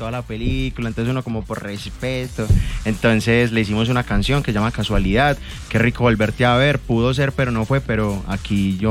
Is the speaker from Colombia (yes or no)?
yes; Pereira, Risaralda, Colombia; como vengo de Pereira, también orgulloso de la casa, la Mega Pereira.